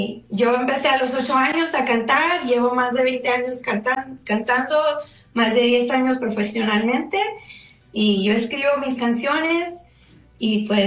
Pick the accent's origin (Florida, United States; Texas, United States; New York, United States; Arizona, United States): Arizona, United States; Nogales; now in Phoenix, United States; Yo soy de Nogales, pero vivo en Phoenix.